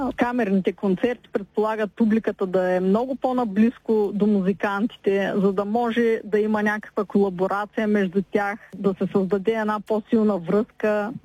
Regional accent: Sliven, Sliven Province, Bulgaria; двамата сме от Сливен

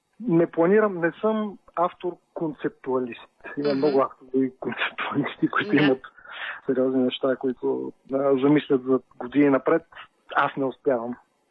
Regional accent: Plovdiv, Plovdiv Province, Bulgaria; Понеже съм от Пловдив

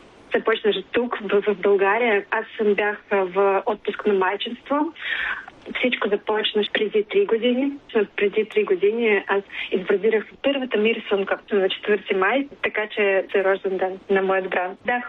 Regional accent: Omsk, Omsk Oblast, Russia; Bulgarian is a second language; moved away as an adult; also born or lived in Moscow; now in Sofia, Bulgaria; Родом съм от Русия, от един малък сибирски град Омск. И последните 12 години, преди да се премести в София, живях в Москва.

